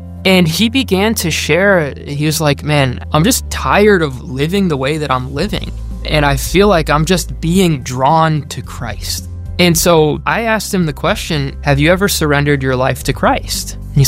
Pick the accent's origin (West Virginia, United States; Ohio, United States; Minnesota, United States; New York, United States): Minnesota, United States; now in San Diego, United States; one of my high school friends that I grew up in Minnesota, had moved 20 minutes away from me to San Diego, California.